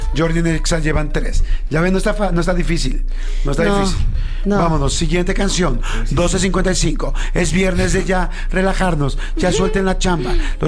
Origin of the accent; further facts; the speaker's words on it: Mexico; Somos mexicanos.